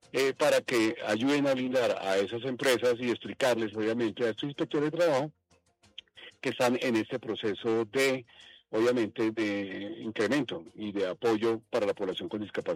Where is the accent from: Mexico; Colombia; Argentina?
Colombia; Cartagena, Bolívar; hace días me voy para Cartagena Yo soy cartagenero